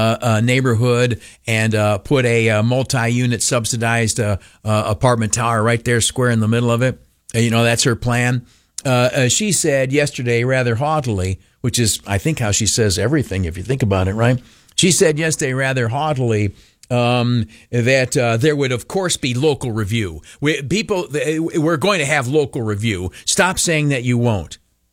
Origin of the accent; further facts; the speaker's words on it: New York, United States; as one New Yorker